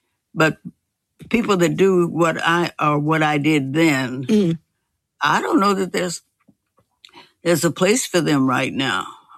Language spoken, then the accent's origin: English; Kansas City, Missouri, United States; moved away; we're both from Kansas City